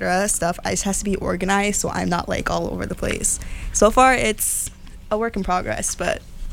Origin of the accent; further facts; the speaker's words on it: South Brunswick, New Jersey, United States; I am a sophomore at Rutgers, and I'm from South Brunswick, New Jersey.